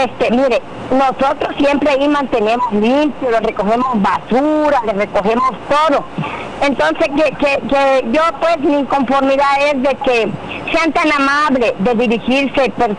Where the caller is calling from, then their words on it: Jiquipilas, Chiapas, Mexico; yo estimo a mi pueblo porque soy de Jiquipila.